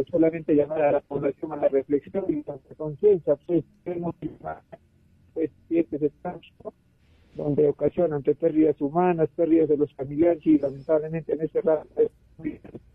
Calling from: Juliaca, Puno, Peru; desde Juliaca

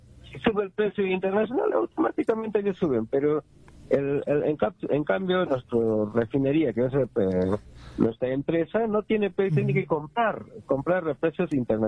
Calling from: Peru

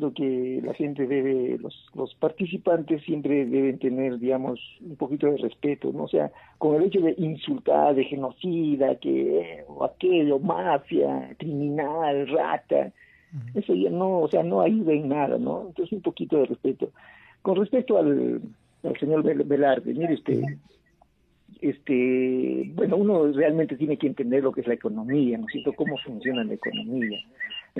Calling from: Juliaca, Puno, Peru; aquí, de acá de Juliaca.

